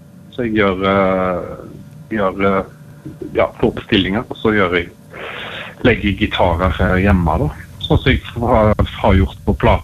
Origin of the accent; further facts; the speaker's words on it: Skudeneshavn, Rogaland, Norway; moved away as an adult; also born or lived in Sveio / Kristiansand; now in Oslo, Norway; jeg jo født og oppvokst i Skudenes, og så har vi hatt hele slekten min jo fra Auklandshavn i Sveio, så vi har hatt hus der ute parallelt, kan du si, at vi har brukt så hytta i hele oppveksten min